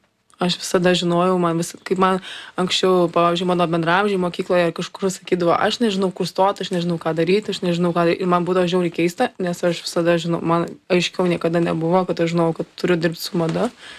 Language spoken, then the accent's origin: Lithuanian; Alytus, Alytus County, Lithuania; Ir aš kadangi augau Alytuje, tai Alytuje buvo dvi opcijos.